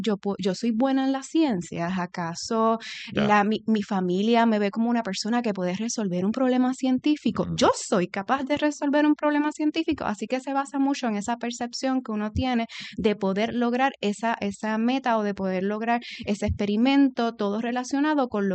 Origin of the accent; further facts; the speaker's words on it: Lares, Puerto Rico; born there; now in Trujillo Alto, Puerto Rico; Pues mira, yo nací en Lares, y actualmente estoy residiendo en Trujillo Alto, y estudié Biología Molecular.